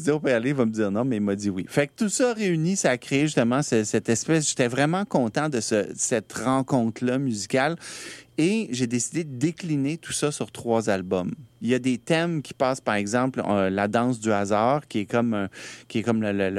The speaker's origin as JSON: {"language": "French", "country": "Poland", "said": "Jestem Polakiem, bardzo miło jest mówić po polsku też teraz na antenie."}